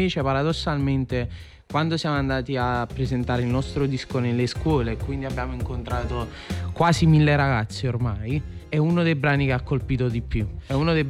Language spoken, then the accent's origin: Italian; Naples, Campania, Italy; Diciamo che noi cantiamo in italiano, però comunque siamo napoletani e si sente.